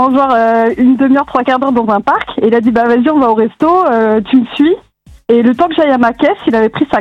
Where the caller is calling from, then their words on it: Brittany, France; Moi, j'habite en Bretagne.